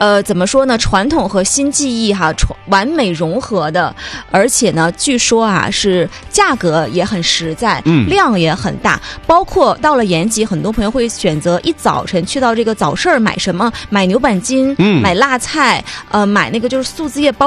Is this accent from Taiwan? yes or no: no; Changchun, Jilin, China